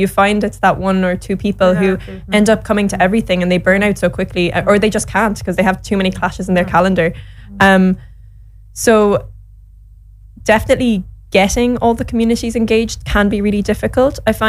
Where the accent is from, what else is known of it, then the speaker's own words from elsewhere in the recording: Ireland; I'm an Irish white person.